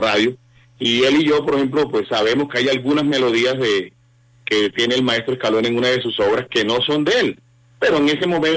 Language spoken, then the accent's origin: Spanish; Planeta Rica, Córdoba, Colombia; moved away as an adult; now in Bogotá, Colombia; yo soy de Planeta Rica, Córdoba